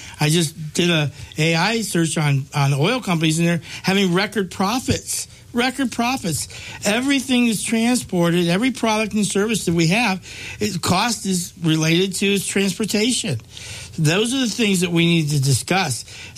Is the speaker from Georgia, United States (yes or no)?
no; Bismarck, North Dakota, United States; from Bismarck, North Dakota.